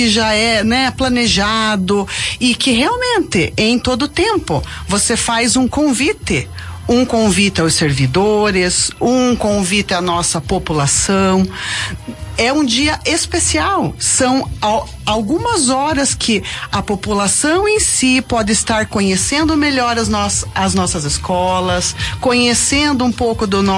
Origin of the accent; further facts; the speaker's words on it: Mallet, Paraná, Brazil; Nós somos brasileiros, nós somos maletenses, nós temos que honrar as nossas raízes